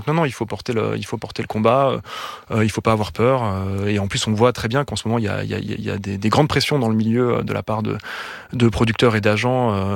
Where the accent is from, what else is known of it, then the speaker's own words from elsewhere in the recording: Lyon, Auvergne-Rhône-Alpes, France; Moi, j'ai grandi à Lyon. Et à Lyon, il y a un endroit assez...